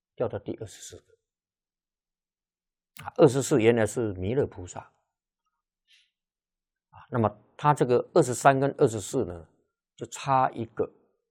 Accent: China; 我们中国人

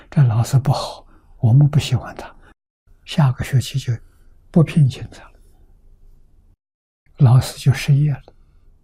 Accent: Anhui, China; born there; moved away; 我在10岁这个十年，从出生到10岁，我们生长在乡下，我们家乡读书人多，桐城派的根据地

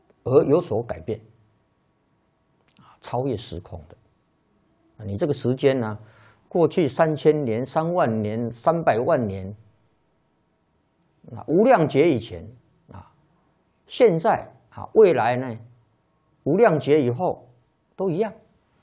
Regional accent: China; 一般没有学佛的人社会上的人士是我们中国人大概就会想到西游记

